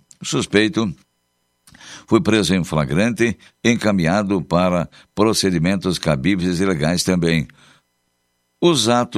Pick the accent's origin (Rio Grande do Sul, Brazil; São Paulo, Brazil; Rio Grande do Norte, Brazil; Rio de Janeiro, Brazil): Rio Grande do Sul, Brazil; Esmeralda; lá do município de Esmeralda, minha terra natal